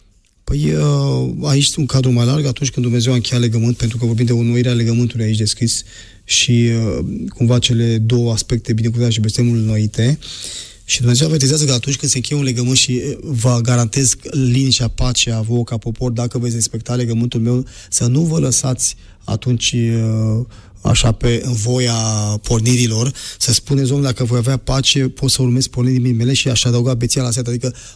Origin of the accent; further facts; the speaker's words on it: Romania; Și normal că noi suntem români și trebuie să ne placă cultura noastră română.